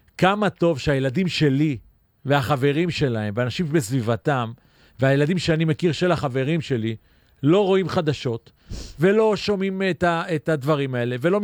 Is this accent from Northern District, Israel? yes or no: yes; Kiryat Tivon, Northern District, Israel; אני גדלתי בטבעון